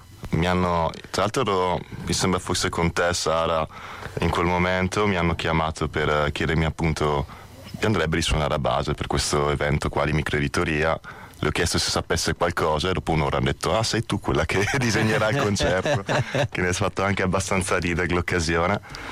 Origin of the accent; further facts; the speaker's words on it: Brescia, Lombardy, Italy; Noi siamo di Brescia, quindi ecco, siamo proprio di questo posto qua, quindi stasera suoniamo in casa.